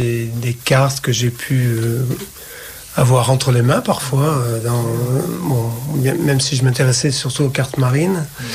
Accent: Nouvelle-Aquitaine, France; also born or lived in Brive-la-Gaillarde; now in Rochefort, France; Je suis né à Brive-la-Gaillarde et j'ai grandi en Périgord.

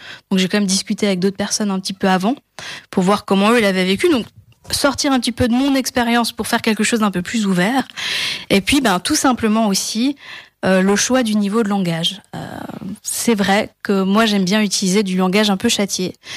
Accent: Grand Est, France; Je suis alsacienne, j'adore ma région, et j'avais envie un petit peu d'insister, de dire venez, on embarque en Alsace

